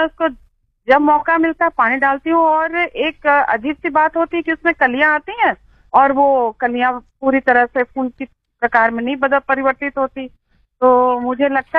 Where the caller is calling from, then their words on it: Bulandshahr, Uttar Pradesh, India; बुलंदशहर बुलंदशहर से।